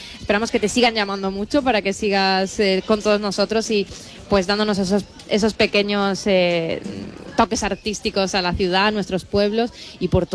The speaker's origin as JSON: {"language": "Spanish", "town": "Adra", "region": "Andalusia", "country": "Spain", "tie": "born or raised there", "said": "Yo soy de Adra, claro que te conozco, has hecho un mural hace poco en mi pueblo que lamentablemente vandalizaron."}